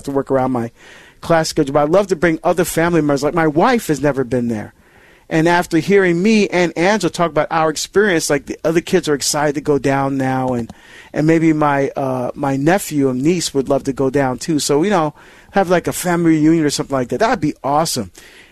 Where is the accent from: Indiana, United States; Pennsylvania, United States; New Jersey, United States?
New Jersey, United States; calling from my home state of New Jersey, from Toms River.